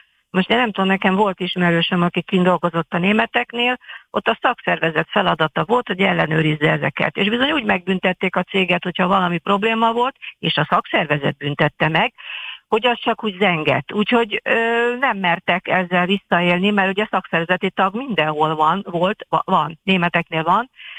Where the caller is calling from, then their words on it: Budapest, Hungary; én elismerem pestiként